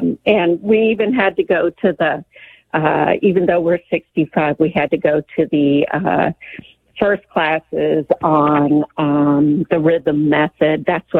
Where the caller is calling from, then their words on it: Costa Mesa, California, United States; I was in Southern California in the late 60s, early 70s in Costa Mesa.